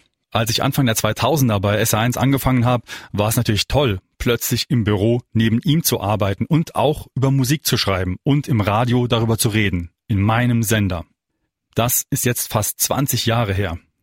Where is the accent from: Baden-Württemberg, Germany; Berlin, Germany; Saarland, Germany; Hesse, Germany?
Saarland, Germany; Als Teenager habe ich ihn natürlich schon gehört, als Saarländer in den 80ern.